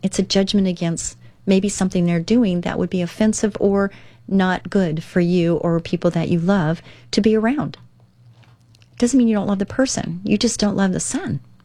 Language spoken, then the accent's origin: English; California, United States; born or raised there